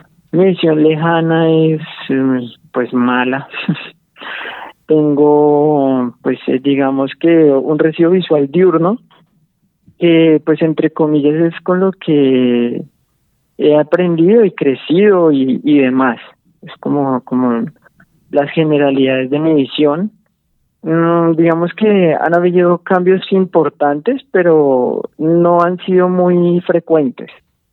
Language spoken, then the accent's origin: Spanish; Bogotá, Colombia; born there; Yo nací en Bogotá, soy del año 94, tengo 32 años actualmente.